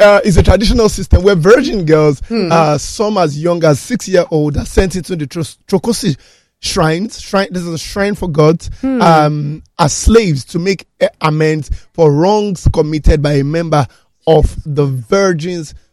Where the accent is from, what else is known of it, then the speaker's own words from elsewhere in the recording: Ondo, Nigeria; That's how we greet ourselves in Ondo.